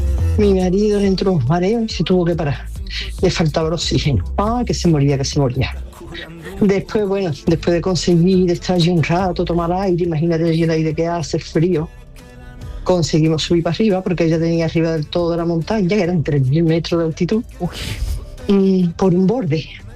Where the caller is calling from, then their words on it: Seville, Andalusia, Spain; Buenos días … de Sevilla.